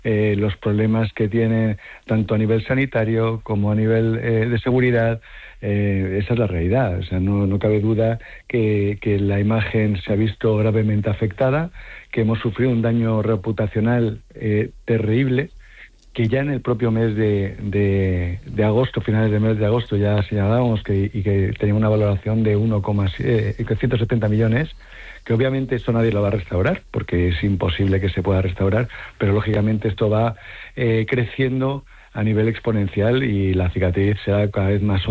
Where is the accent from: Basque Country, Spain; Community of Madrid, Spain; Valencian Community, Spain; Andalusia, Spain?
Community of Madrid, Spain; Madrid; yo soy madrileño, yo conocí Ceuta cuando en el año